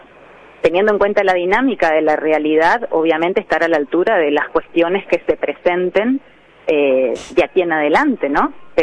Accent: Chaco, Argentina; Estoy en un aeropuerto en San Martín de los Andes, bastante lejos de mi provincia natal.

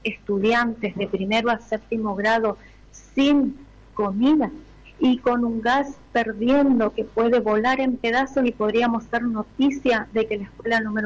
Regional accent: Argentina; si como ciudadano también, como ciudadano argentino.

